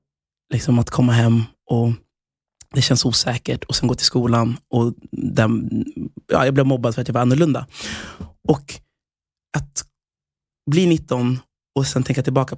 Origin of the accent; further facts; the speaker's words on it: Nora, Örebro County, Sweden; born there; also born or lived in Västerås; det var i Nora utanför Örebro. Det var där jag växte upp som längst då, i Sverige. De åren, och de åren i Västerås där jag bodde också.